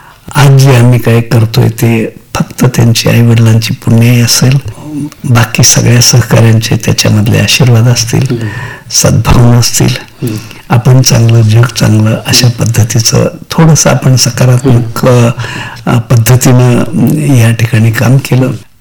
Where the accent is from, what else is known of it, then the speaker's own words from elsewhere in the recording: Aran, Maharashtra, India; born there; moved away; मी 1982 साली आमच्या गावातली पहिली बाग आरणला लावली होती.